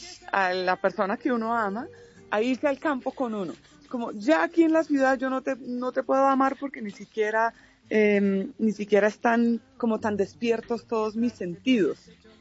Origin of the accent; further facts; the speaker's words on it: Tolima, Colombia; also born or lived in Ireland; Bueno, de chiquita, desde los 2 años, llegamos con mi familia al Tolima, pero nací en Irlanda y mi mamá es inglesa, mi papá irlandés. Crecí en una pequeñita comunidad que fundó mi mamá, donde estaban mezclados como irlandeses, ingleses y después colombianos que llegaron a vivir con nosotros allá en la región del Tolima.